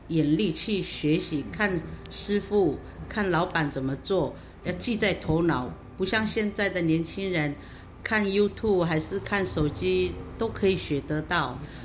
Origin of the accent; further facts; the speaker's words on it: Taitung County, Taiwan; now in Taipei, Taiwan; 我是台东延平乡永康村， … 来台北已经将近40年